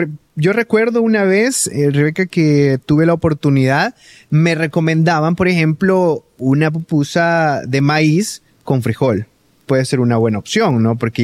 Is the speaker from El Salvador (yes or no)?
yes; El Salvador; tradiciones que nosotros tenemos como salvadoreños